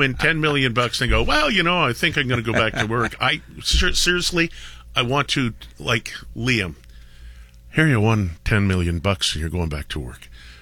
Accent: Ontario, Canada; G'day. I'm from the Valley.

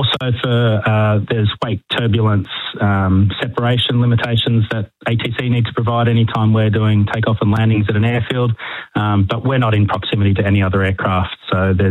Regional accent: Melbourne, Victoria, Australia; I've just always grown up loving aircraft, and growing up in Melbourne, used to always go along to the Avalon Air Show every 2 years, and any time I'd be around Melbourne Airport, love to go and watch the planes take off and land.

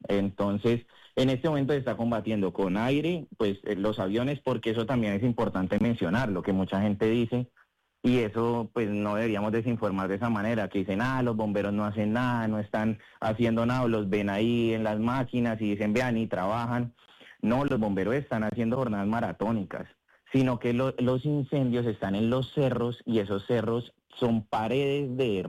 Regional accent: Colombia; aquí estamos en Colombia unida, somos colombianos

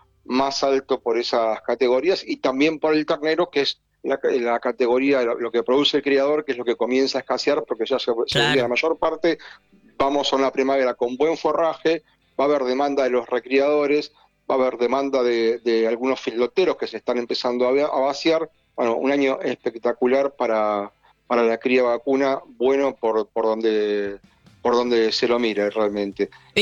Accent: Rosario, Santa Fe, Argentina; Yo soy santafesino, Caro, así que sí, probé alfajores santafesinos. Soy rosarino, de hecho.

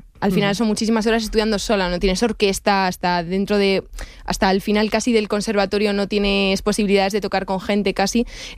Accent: Madrid, Community of Madrid, Spain; Pero yo sí, soy madrileña.

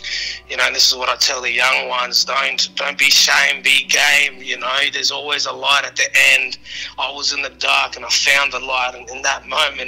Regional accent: Northern Territory, Australia; Yeah, so I'm up in Darwin, NT. My mob is based out of Litchfield, and I'm a proud Murrunungu man.

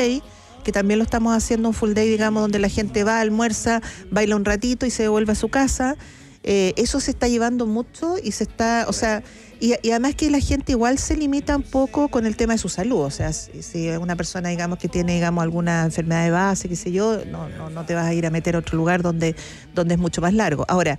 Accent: Chile; nosotros empezamos a viajar como chilenos también hace poco

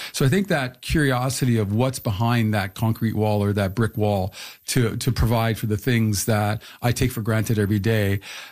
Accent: St. Catharines, Ontario, Canada; Well, when I was there, my father worked in the engine block and also doing some welding as well.

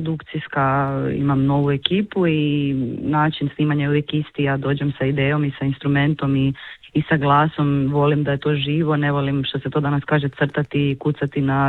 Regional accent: Đurđevac, Koprivnica-Križevci County, Croatia; now in Zagreb, Croatia

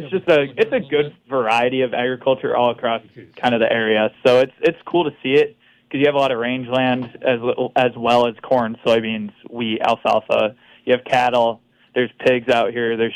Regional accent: Lake Preston, South Dakota, United States; I'm from Lake Preston.

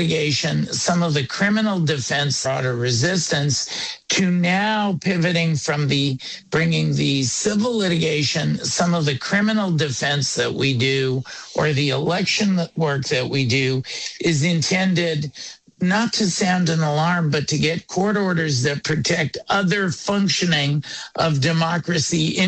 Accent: Los Angeles, California, United States; first language Yiddish; English is a second language; John, I grew up in a Yiddish-speaking home in Los Angeles, actually, where you are. English is not my first language, so often I find, particularly now that I'm in this my 60s, the first language comes to mind.

